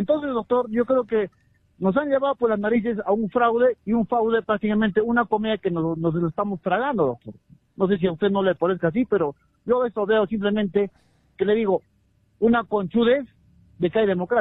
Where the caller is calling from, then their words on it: Peru; Yo creo que como muchos peruanos